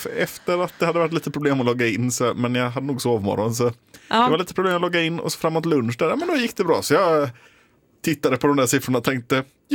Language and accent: Swedish; Gothenburg, Västra Götaland County, Sweden; min skola hemma i Göteborg.